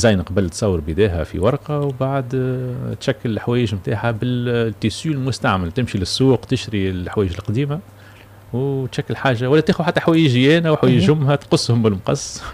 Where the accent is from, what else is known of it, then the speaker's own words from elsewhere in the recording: Tunisia; بلادنا تونس